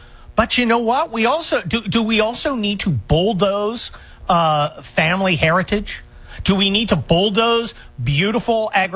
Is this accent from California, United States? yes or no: yes; San Mateo, California, United States; I grew up right around Silicon Valley out in San Mateo, California